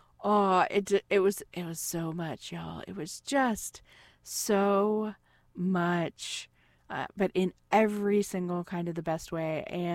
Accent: California, United States; moved away; I grew up in Central California

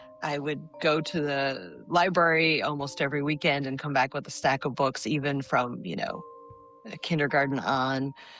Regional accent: Midwest, United States; Growing up in the Midwest, not very exciting, surrounded by cornfields, not very cosmopolitan.

